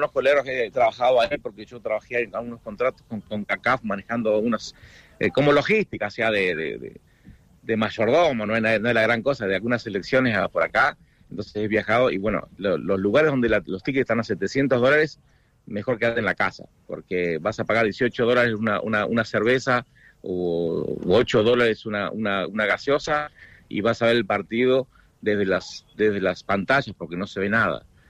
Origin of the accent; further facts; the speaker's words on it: Comodoro Rivadavia, Chubut, Argentina; now in Kansas, United States; Los dos somos de Comodoro, sí.